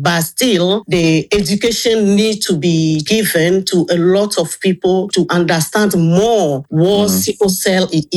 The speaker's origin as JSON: {"language": "English", "country": "Togo", "moved": "yes", "lives_now": "London, United Kingdom", "said": "back home, I'm originally from Togo."}